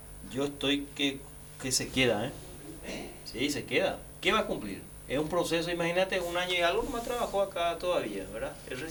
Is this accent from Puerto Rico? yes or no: no; Paraguay